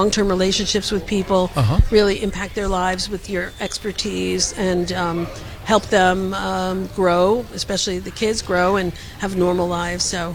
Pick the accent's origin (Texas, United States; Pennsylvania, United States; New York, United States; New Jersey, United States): New York, United States; Long Island; moved away as an adult; also born or lived in Brooklyn, New York / Buffalo, New York; now in Albany, United States; I grew up on Long Island, so I'm really a New Yorker at heart. And made my way to Albany in 2018.